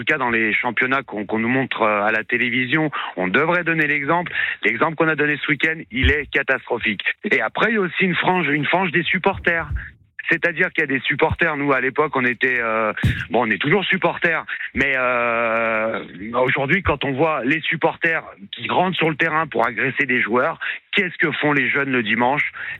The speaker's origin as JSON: {"language": "French", "town": "Bonifacio", "region": "Corsica", "country": "France", "tie": "born or raised there", "moved": "yes", "lives_now": "Bourg-en-Bresse, France", "said": "Parce que à la base, je viens de Bonifacio, alors du coup j'ai suivi mes parents quand j'étais plus jeune."}